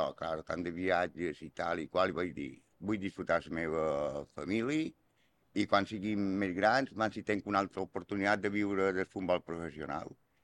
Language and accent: Catalan; Petra, Balearic Islands, Spain; born there; vaig néixer a Petra, dia 24 de juny del 64.